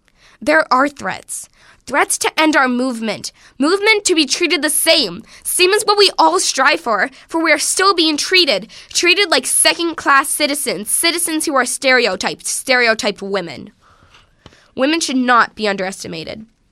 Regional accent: Greenfield, United States; I'm from Greenfield.

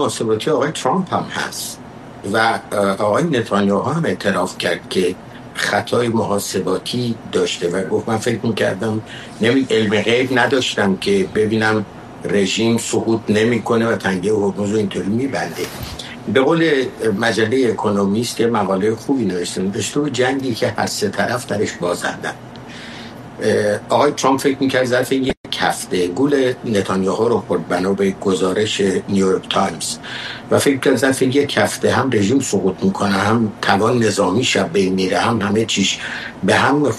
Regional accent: Iran; منم به عنوان یه ایرانی

